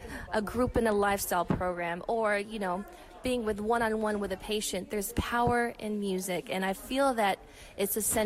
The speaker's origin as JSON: {"language": "English", "town": "Las Vegas", "region": "Nevada", "country": "United States", "tie": "born there", "said": "It's my real name. I didn't make it up. I think my mom gave it to me because I was born in Vegas."}